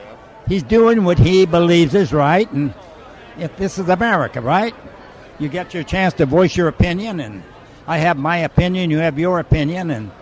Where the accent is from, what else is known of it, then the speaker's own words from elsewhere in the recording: San Francisco, California, United States; born there; I was born in San Francisco.